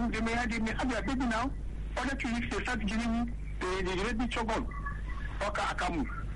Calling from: Owerri, Imo, Nigeria; I'm calling from Owerri in Imo State.

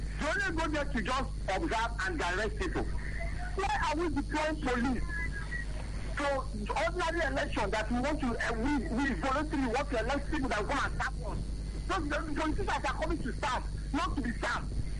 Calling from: Bida, Niger State, Nigeria; I'm calling from Bida, Niger State.

